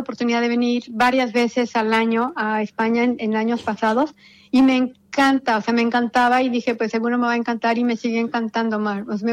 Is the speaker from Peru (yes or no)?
no; Mexico; moved away as an adult; now in Spain; Es más silencioso que mi país.